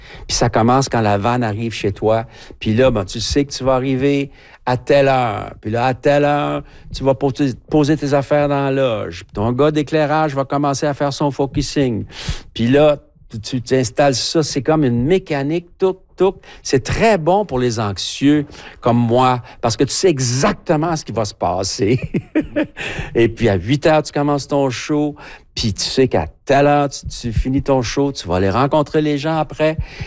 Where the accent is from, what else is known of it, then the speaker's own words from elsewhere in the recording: Quebec, Canada; on est assez friand de ça au Québec